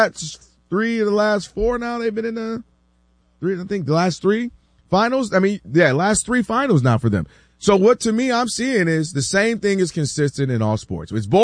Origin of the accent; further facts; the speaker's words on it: Ann Arbor, Michigan, United States; I'm from Ann Arbor. I watched every snap.